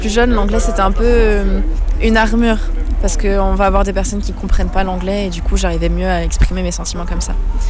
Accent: Marmande, Nouvelle-Aquitaine, France; je viens de Marmande, dans le sud-ouest

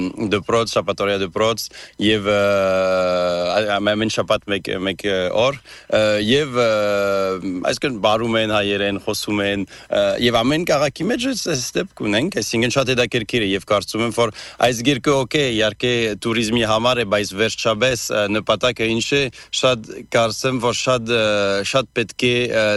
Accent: France; Հետո մտածել եմ, եթե միայն որպես ֆրանսիացի, ես ֆրանսահայ եմ

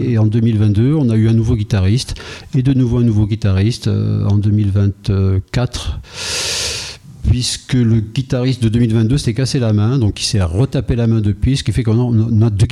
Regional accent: Angers, Pays de la Loire, France; born there; also born or lived in Versailles / Marseille / Rodez; now in Toulouse, France; Je suis né à Angers. Après, j'ai habité à Versailles, à Marseille, à Rodez. Et en 77, on a posé les valises à Toulouse.

